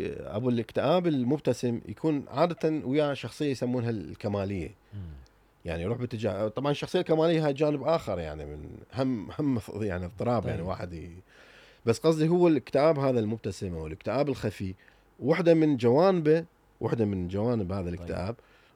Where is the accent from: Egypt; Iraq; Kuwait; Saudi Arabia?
Iraq